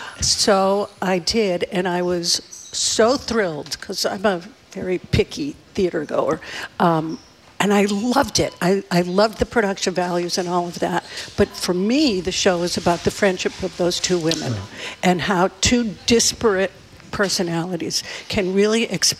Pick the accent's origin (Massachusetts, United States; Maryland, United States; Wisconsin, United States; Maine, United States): Massachusetts, United States; Revere; Because I'm from Revere.